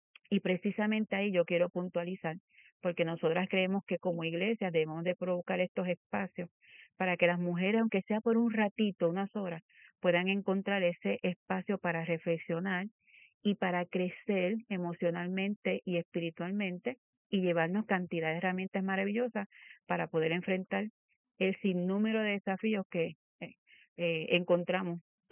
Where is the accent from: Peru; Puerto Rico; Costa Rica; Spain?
Puerto Rico; Aunque nosotros como puertorriqueñas conservamos una fuerte tradición religiosa